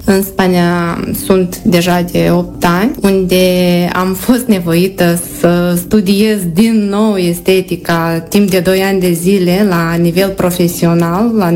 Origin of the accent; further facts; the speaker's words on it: Rublenița, Soroca District, Moldova; moved away as an adult; now in Spain; vin din Republica Moldova, din satul Rublenița.